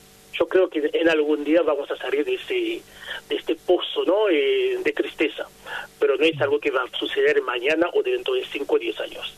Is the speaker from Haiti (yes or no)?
yes; Port-au-Prince, Ouest, Haiti; now in Rosario, Argentina; Soy de Puerto Príncipe, la capital, ¿no? Ahí se mueve toda la parte económica, política de Haití. La casa, por ejemplo, en este barrio donde nací, donde crecí, mi familia, que gracias, no vive más ahí.